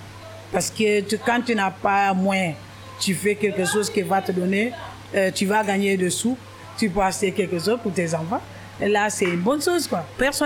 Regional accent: Senegal; now in France; je viens du Sénégal.

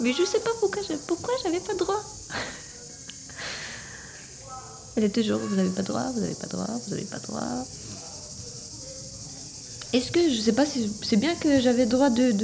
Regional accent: Albania; French is a second language; now in France; Oui, mais je suis venue de l'Albanie.

